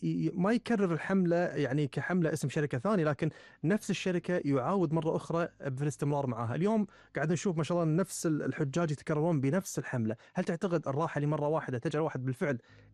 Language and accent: Arabic; Kuwait; احنا مواطنين كويتيين ايضا خرجنا خارج حدود الوطن